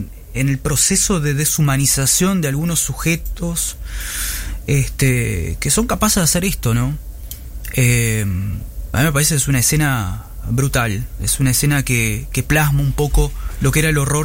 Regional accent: Rivera, Uruguay; es el barrio en que nací y me crié

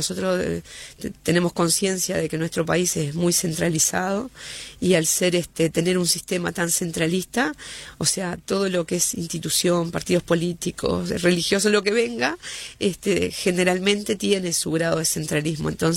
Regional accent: Tacuarembó, Uruguay; Soy de Tacuarembó, vivo en Tacuarembó, vivo y lucho en Tacuarembó.

